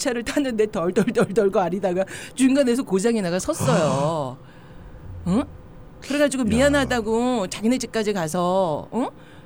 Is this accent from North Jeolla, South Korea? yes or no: no; Daejeon, South Korea; moved away; 저거 전 대전이에요